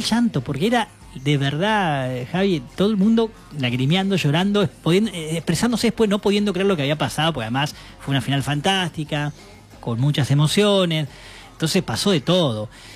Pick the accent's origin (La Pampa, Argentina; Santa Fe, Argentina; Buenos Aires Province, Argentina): La Pampa, Argentina; Doblas; also born or lived in Buenos Aires; now in Santa Rosa, Argentina; soy de Doblas, soy de Doblas, claramente, pero no pensé que iba a forjarme acá.